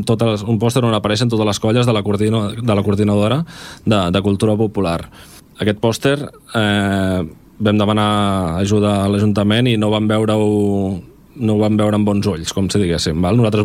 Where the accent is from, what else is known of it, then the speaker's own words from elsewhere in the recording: Esplugues de Llobregat, Catalonia, Spain; sóc d'Esplugues, no? Em sento espluguí i m'ho sento molt meu